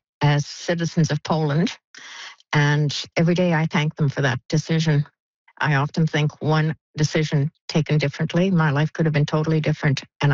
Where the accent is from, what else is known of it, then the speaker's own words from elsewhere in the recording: Canada; I've never felt more Canadian than I do right now.